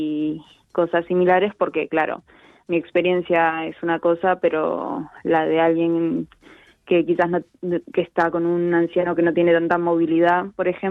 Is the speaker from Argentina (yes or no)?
yes; Argentina; porque si bien yo soy argentina, mi familia toda de España, y ella es manchega y mi papá también era manchego